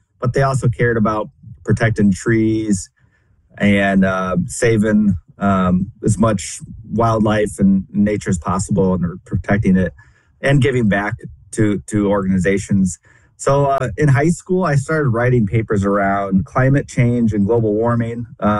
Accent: South Bend, Indiana, United States; I'd say for natural spaces, I go back to growing up on the St. Joe River here that flows through South Bend. My dad got a property in the 90s across from St. Patrick's County Park.

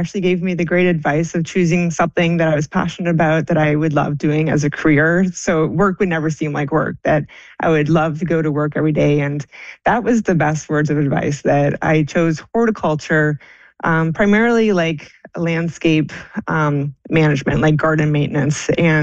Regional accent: Chepstow, Ontario, Canada; Yeah, I'm actually from Canada in a very rural town of 200 people called Chepstow, Ontario, up by Lake Huron.

